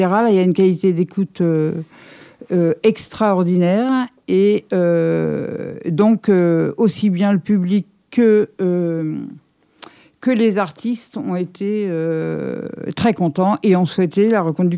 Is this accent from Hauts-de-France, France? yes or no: no; Paris, Île-de-France, France; moved away; je suis parisienne